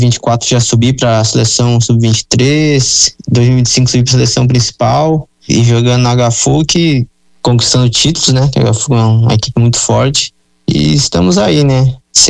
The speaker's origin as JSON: {"language": "Portuguese", "region": "Rio Grande do Sul", "country": "Brazil", "tie": "born or raised there", "moved": "as an adult", "lives_now": "Canoas, Brazil", "said": "eu sou do interior do Rio Grande do Sul, aí cidade do interior ela não tem muito o contato com o esporte paralímpico, né?"}